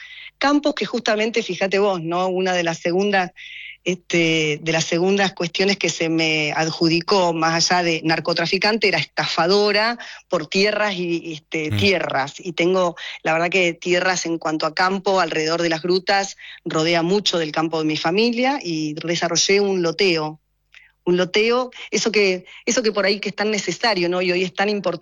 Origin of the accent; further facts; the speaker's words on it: Río Negro, Argentina; Bueno, yo en realidad vengo de la Patagonia, de Río Negro, de familia de laburantes, de mucho trabajo